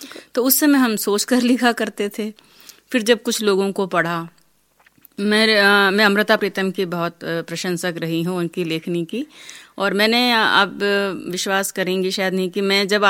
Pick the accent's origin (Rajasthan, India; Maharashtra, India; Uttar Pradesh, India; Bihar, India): Rajasthan, India; मैं राजस्थान से आई हूँ और हमारा राजस्थान आप जानती हैं रेगिस्तान के लिए भी जाना जाता